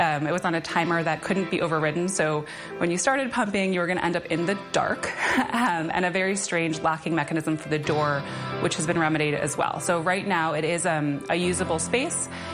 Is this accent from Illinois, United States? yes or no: yes; Chicago, Illinois, United States; I'm from Chicago, and I'm a mom and a Chicago police officer.